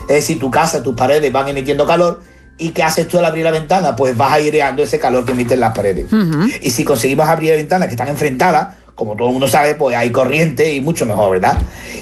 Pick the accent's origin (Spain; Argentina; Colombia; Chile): Spain; Seville, Andalusia; Sevilla, yo no he vivido esa juventud y esa infancia.